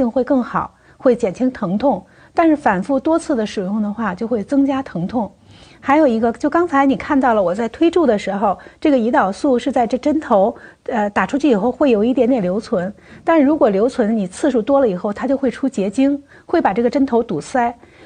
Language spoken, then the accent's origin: Chinese; China; 我们中国人